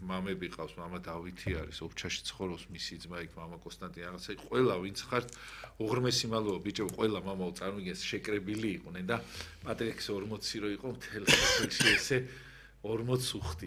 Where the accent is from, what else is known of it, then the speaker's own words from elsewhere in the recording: Tbilisi, Georgia; მე ვერაზე გავიზარდე